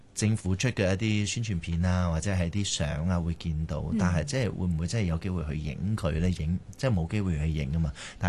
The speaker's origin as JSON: {"language": "Cantonese", "town": "Ipoh", "region": "Perak", "country": "Malaysia", "tie": "born or raised there", "said": "係啊係啊，我喺怡保長大。"}